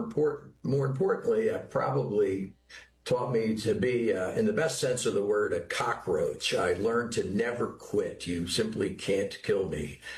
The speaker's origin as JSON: {"language": "English", "town": "Jersey City", "region": "New Jersey", "country": "United States", "said": "Jersey City, New Jersey."}